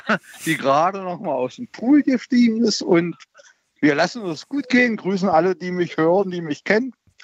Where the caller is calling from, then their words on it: Saxony-Anhalt, Germany; Wir sind aus Thesen, aus Sachsen-Anhalt, an der A2. Zwischen Burg und Brandenburger Land ist das.